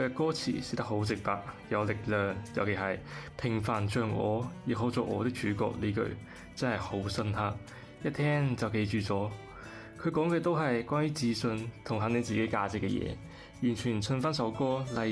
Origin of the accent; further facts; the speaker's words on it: Macau; 我嚟自澳门，好高兴可以嚟到呢个节目。